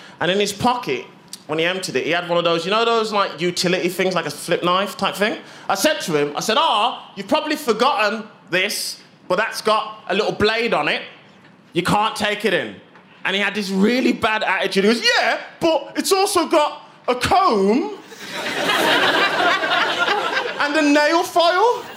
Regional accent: West Midlands, United Kingdom; now in London, United Kingdom; I'm from the Black Country. I live in London now, because I'm doing all right. It's very awkward being in London when you're from the Black Country.

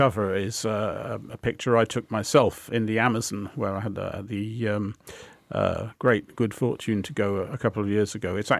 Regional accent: Walsall, West Midlands, United Kingdom; born there; I was born in Grosvenor Avenue, which is not more than a few hundred metres from the stage where the Streetly Festival happens.

